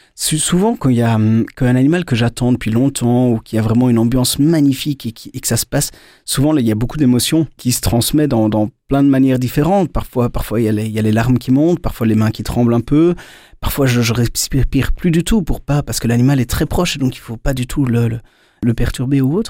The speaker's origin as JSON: {"language": "French", "country": "Belgium", "said": "Je suis beaucoup par chez nous, en Belgique."}